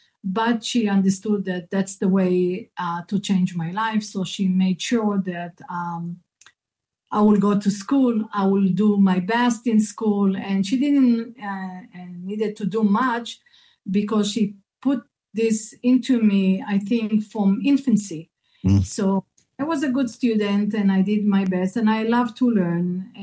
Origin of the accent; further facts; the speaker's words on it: Ashdod, Southern District, Israel; also born or lived in Morocco; I was born in Morocco, and I did Aliyah, or came to Israel, when I was a year and a half, like 18 months, with my mother and grandmother. And since then, of course, we lived, all our three women, together in a city called Ashdod in Israel.